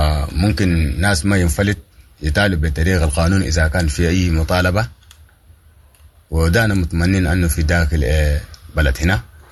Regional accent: Sudan; أما بودينا المشروع واحد كان إحنا سودانيين يعني

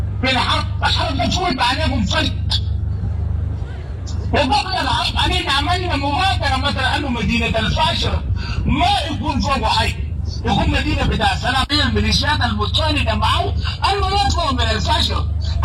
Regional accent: Sudan; نجي كلنا كسودانيين بقطاعاتنا المختلفة بدياراتنا المختلفة بثقافاتنا المختلفة

